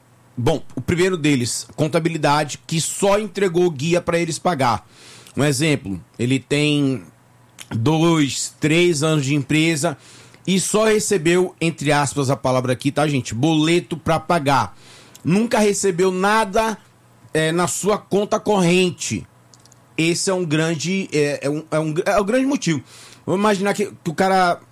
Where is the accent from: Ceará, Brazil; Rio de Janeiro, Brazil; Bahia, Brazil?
Bahia, Brazil; eu sou baiano, eu vim no Carnaval de Salvador minha vida inteira